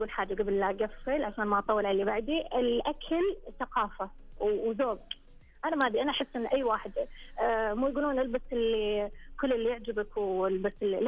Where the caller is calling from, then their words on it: Taif, Makkah Province, Saudi Arabia; مدينة من الطايف.